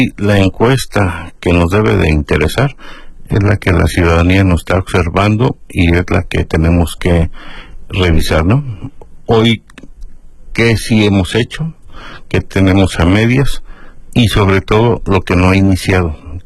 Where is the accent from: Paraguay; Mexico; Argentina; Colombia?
Mexico; nosotros como mexicanos